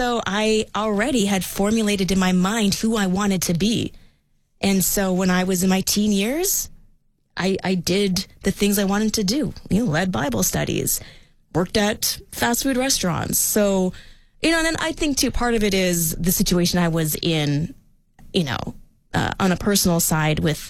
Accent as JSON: {"language": "English", "town": "Edmonton", "region": "Alberta", "country": "Canada", "tie": "born or raised there", "said": "So growing up in Edmonton, where the culture is a predominantly, British culture"}